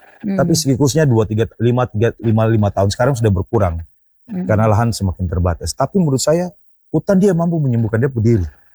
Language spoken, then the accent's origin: Indonesian; Papua, Indonesia; kita orang Papua